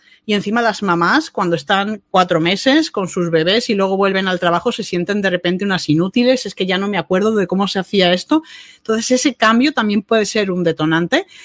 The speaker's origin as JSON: {"language": "Spanish", "town": "Málaga", "region": "Andalusia", "country": "Spain", "tie": "born or raised there", "also_born_or_lived": "Bilbao", "said": "pero es que luego yo vivo en Málaga y yo me he criado aquí, pero yo vengo de Bilbao."}